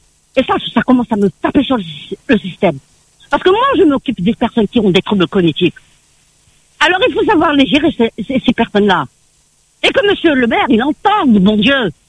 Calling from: Bras-Panon, Réunion; Moi, j'habite à Brapanon.

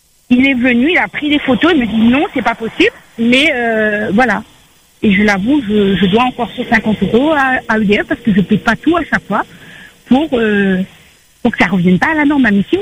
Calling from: Réunion; parce que j'habite à Piton-Fougères, alors imaginez le temps ici, en la pluie, le vent très souvent.

